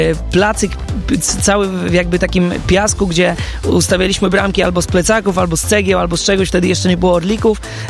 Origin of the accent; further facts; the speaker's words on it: Warsaw, Masovian Voivodeship, Poland; na osiedlu, na którym się wychowałem, na warszawskim Wawrze.